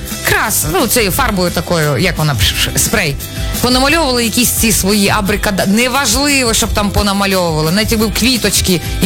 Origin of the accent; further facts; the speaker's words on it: Rivne, Rivne Oblast, Ukraine; Я живу в Рівному, все життя від народження, це моє рідне місто, я його люблю і обожнюю